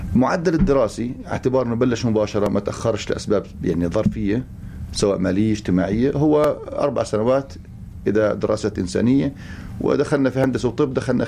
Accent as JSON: {"language": "Arabic", "country": "Palestine", "said": "عندنا في فلسطين"}